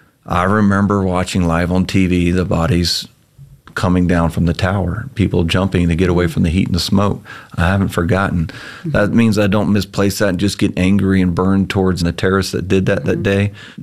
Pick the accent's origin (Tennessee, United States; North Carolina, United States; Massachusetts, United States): North Carolina, United States; Boone; You know, I'm a Southern boy, and so I'm very thankful. I grew up in Boone, North Carolina.